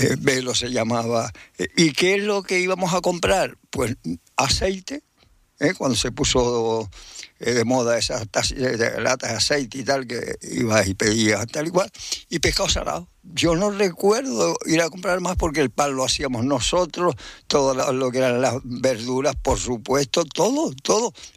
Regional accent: Guatiza, Canary Islands, Spain; born there; moved away; Y yo lo que me apetecía es ir a Guatiza, a mi pueblo natal, y ayudar allí a mi tío Marcial, a mi abuelo

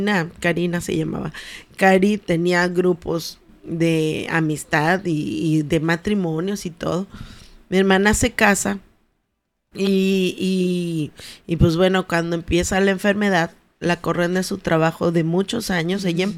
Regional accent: Chiapas, Mexico; moved away as an adult; also born or lived in Cancún; now in Mérida, Mexico; Yo ya me había casado, yo me salgo de Chiapas, que es de donde soy, me caso con Gabriel y me voy a vivir a Cancún y luego me vengo a Mérida.

